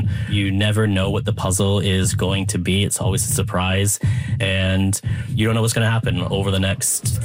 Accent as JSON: {"language": "English", "country": "Canada"}